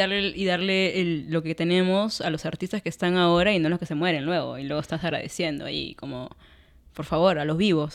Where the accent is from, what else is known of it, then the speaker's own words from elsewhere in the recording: Lima, Peru; en Perú, donde yo soy, de Lima